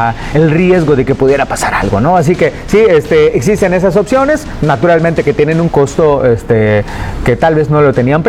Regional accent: Mexico; como mexicanos nos gusta agarrar la fiesta desde antes

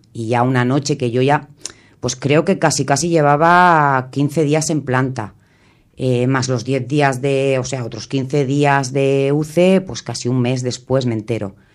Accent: Montornès del Vallès, Catalonia, Spain; Pues es mi pueblo. Yo me crié aquí, nací aquí, me casé aquí, tuve mis hijos aquí, trabajaba en Montornés, o sea, es mi pueblo.

